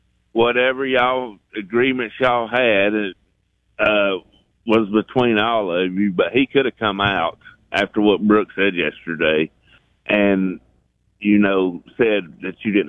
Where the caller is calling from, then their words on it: Dawsonville, Georgia, United States; from Dawsonville.